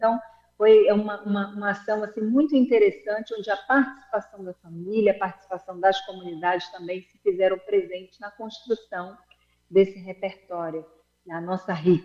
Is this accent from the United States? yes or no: no; Northeast Region, Brazil